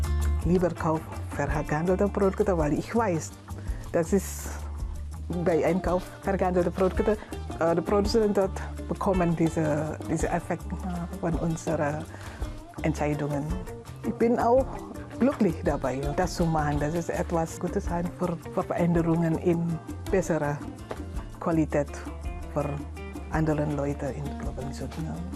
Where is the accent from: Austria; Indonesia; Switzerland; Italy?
Indonesia; German is a second language; moved away as an adult; now in Chemnitz, Germany; Ich komme ursprünglich aus Indonesien. Ich bin seit 2004 in Chemnitz und ich bin eigentlich 45 Jahre alt